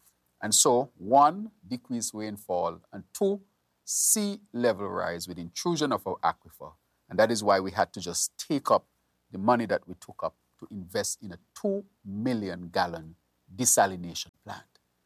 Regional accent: Saint Kitts, St. Kitts & Nevis; I'm from St. Peter's

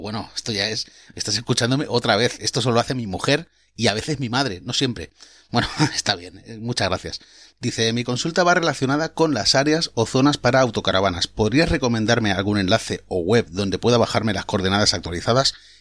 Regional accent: Valencia, Valencian Community, Spain; now in Edinburgh, United Kingdom; yo soy de Valencia

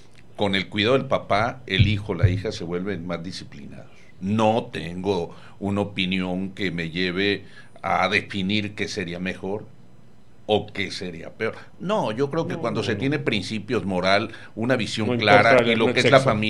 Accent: Mexico; moved away; Allá por mi tierra, atraviesa Jalisco y parte de Nayarit, el río Lerma.

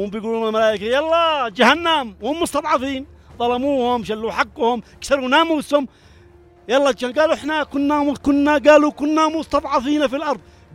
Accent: Yemen; احنا يمنيين

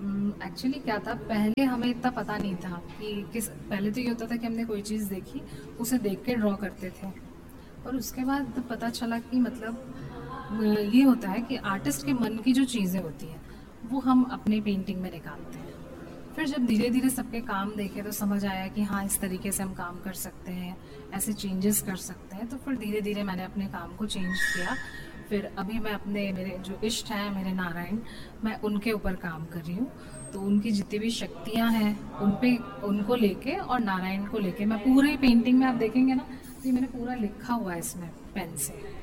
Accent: Bhopal, Madhya Pradesh, India; और मैं भोपाल से हूँ।

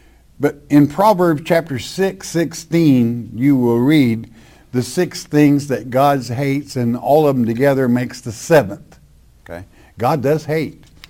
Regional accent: Oklahoma, United States; born or raised there

